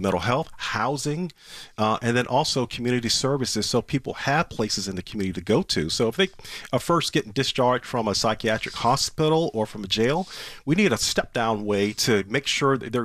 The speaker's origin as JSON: {"language": "English", "town": "Norfolk", "region": "Virginia", "country": "United States", "tie": "born or raised there", "said": "in the city of Norfolk, my hometown"}